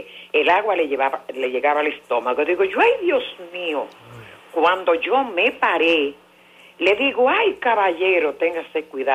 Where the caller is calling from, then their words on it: Dominican Republic; yo vivo en Monte de las Aguas.